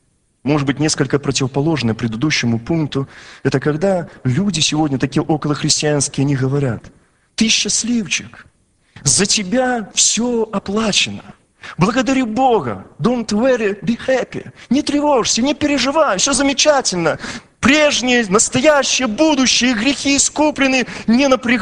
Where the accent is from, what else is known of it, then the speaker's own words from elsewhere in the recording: Belarus; Я рад тому, что я белорус, я живу здесь, на этой земле. Может быть, я не умею совсем чисто говорить на белорусской мове